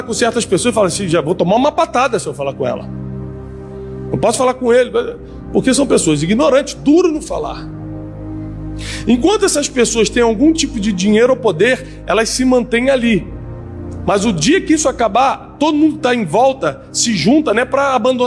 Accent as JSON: {"language": "Portuguese", "region": "Rio de Janeiro", "country": "Brazil", "tie": "born or raised there"}